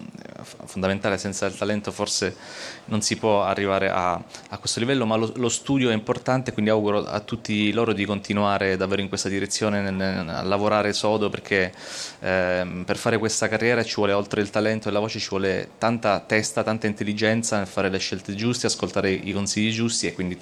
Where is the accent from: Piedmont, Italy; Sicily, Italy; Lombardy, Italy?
Sicily, Italy; now in Weimar, Germany; sono siciliano, vado un po' a casa anche perché da un anno a questa parte lavoro, vivo in Germania, a Weimar.